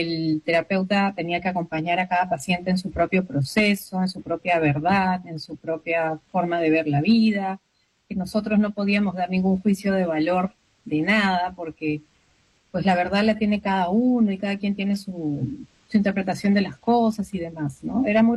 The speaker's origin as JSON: {"language": "Spanish", "town": "Quito", "region": "Pichincha", "country": "Ecuador", "tie": "born there", "said": "Yo soy de Quito, originalmente. Yo nací en Quito. Mi papá es ecuatoriano y mi mamá es peruana. Tengo 43 años"}